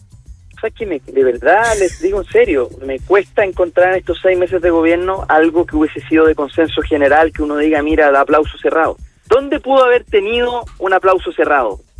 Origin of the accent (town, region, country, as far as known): Chile